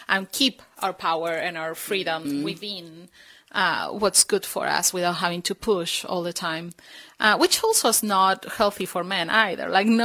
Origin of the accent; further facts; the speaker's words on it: Argentina; also born or lived in Italy; now in Sandpoint, United States; Right. So I'm from Argentina.